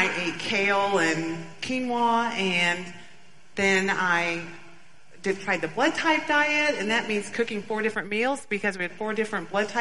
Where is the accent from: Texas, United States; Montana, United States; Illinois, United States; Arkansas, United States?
Arkansas, United States; Bentonville; Well, I grew up in Bentonville, Arkansas.